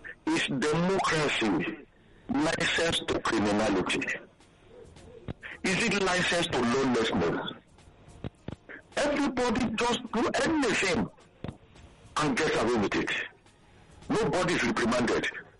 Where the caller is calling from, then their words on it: Ibadan, Oyo, Nigeria; I'm calling from Ibadan.